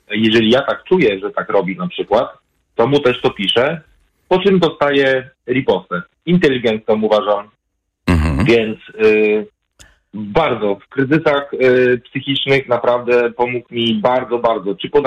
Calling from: Pruszcz Gdański, Pomeranian Voivodeship, Poland; obecnie jestem w innym kraju akurat, ale już mieszkam w Pruszczy Gdańskim

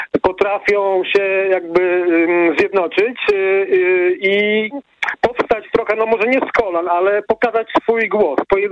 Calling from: Gdańsk, Pomeranian Voivodeship, Poland

